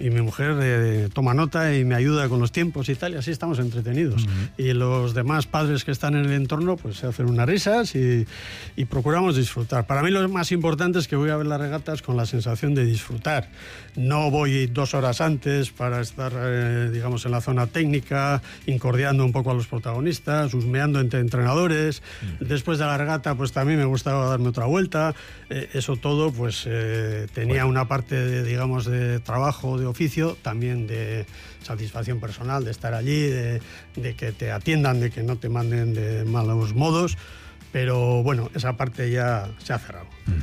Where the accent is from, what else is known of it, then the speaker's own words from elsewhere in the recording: Zarautz, Basque Country, Spain; soy de Zarautz, entonces claro. Ya desde chaval tenía compañeros de Oreo, tenía compañeros de Getaria y también algunos baserritarras de la zona.